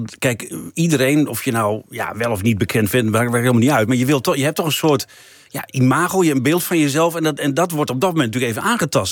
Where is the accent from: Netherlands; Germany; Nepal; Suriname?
Netherlands